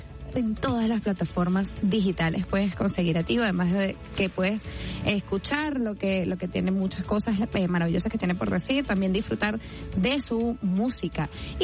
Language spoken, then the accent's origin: Spanish; Venezuela; sino desde la reconciliación con nosotros como venezolanos, con ese lema tan bonito de una sola bandera